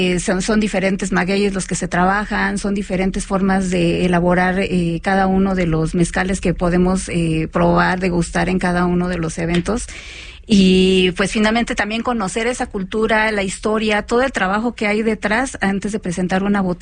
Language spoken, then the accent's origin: Spanish; Mexico; Y es conservar como mexicanos esta parte de que pues el mezcal nos da a conocer en otros lados, ¿no?